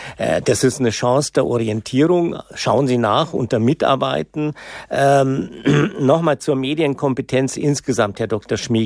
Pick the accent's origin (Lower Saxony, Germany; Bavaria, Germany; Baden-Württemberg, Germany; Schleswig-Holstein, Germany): Bavaria, Germany; Bad Griesbach im Rottal; ich bin ja in Bad Griesbach im Rottal geboren, im Landkreis Passau. Ich bin in der Blase der Passauer Neuen Presse aufgewachsen, sonst gab's nichts.